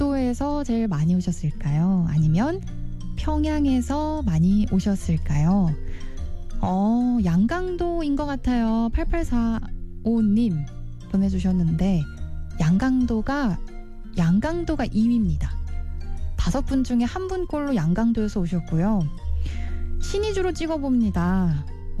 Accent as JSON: {"language": "Korean", "town": "Cheorwon", "region": "Gangwon", "country": "South Korea", "tie": "born or raised there", "said": "제 고향은 북한과 가장 가까운 강원도 철원입니다."}